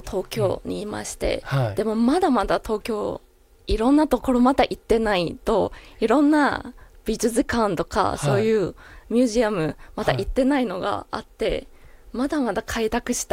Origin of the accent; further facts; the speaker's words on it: Taiwan; Japanese is a second language; 自分は台湾人だから、台湾人は絶対そういうオリンピックはやらないんです。